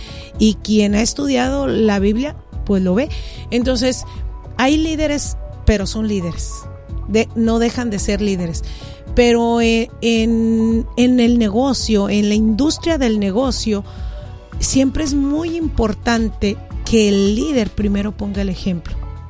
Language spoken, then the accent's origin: Spanish; Guadalajara, Jalisco, Mexico; disculpe, es que yo no soy de aquí. Le dije, yo vengo de Guadalajara.